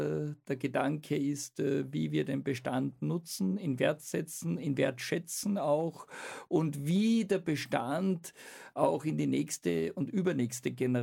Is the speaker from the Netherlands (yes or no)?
no; Austria; Aufgewachsen in Lindorpfelden, klassische Handwerkerfamilie.